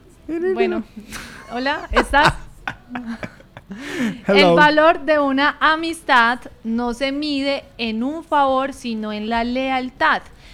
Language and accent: Spanish; Antioquia, Colombia; Para poner en la nevera, sí, porque somos paisas.